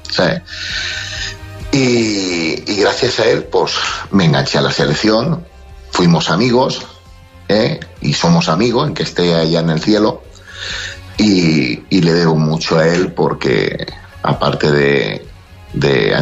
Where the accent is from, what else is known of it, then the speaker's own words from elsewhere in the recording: Elche, Valencian Community, Spain; porque yo soy de Elche.